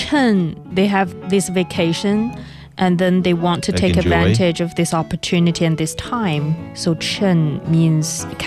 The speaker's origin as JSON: {"language": "English", "region": "northern China", "country": "China", "accent": "northern", "said": "my northern accent got mixed up in here."}